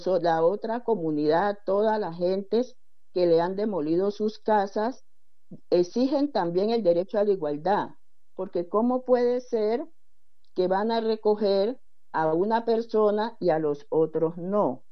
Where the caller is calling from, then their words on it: Buenaventura, Valle del Cauca, Colombia; líder comunal del distrito de Buenaventura y resido en el barrio El Capricho.